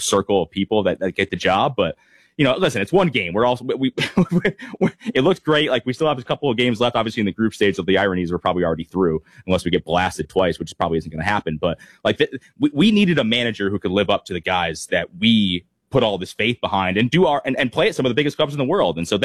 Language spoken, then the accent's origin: English; Connecticut, United States; like I grew up in Connecticut, so I didn't really subscribe to the New York Boston thing.